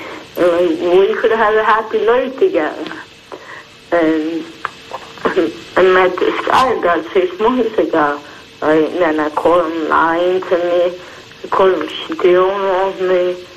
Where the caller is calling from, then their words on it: Darby, Pennsylvania, United States; Darby, Delaware County.